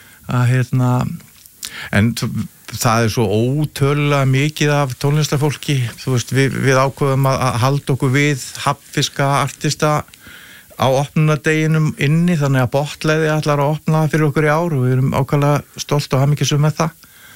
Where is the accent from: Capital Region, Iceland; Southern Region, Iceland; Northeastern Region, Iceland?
Southern Region, Iceland; Vestmannaeyjar; born or raised there